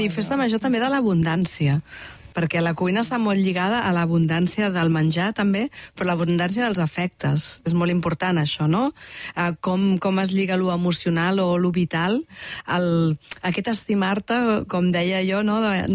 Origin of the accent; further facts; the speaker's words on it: Tarragona, Catalonia, Spain; jo soc de Tarragona